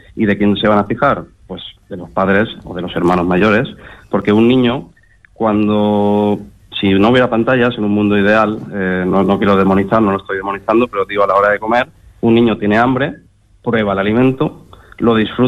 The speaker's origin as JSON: {"language": "Spanish", "town": "Valencia", "region": "Valencian Community", "country": "Spain", "said": "Yo soy mediterráneo, como todos los españoles, pero yo soy de Valencia, que estoy mucho más cerca."}